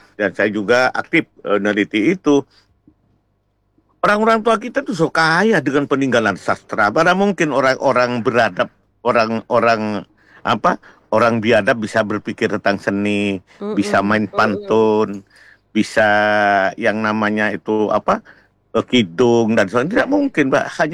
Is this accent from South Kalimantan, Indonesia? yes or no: no; East Java, Indonesia; Jadi pendalungan itu saya orang Madura, Mbak Rini orang Jawa, kita besanan.